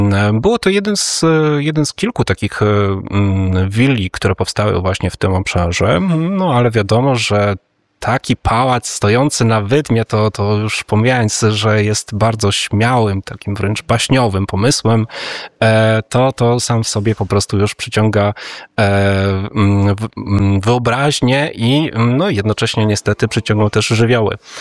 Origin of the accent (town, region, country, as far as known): Łeba, Pomeranian Voivodeship, Poland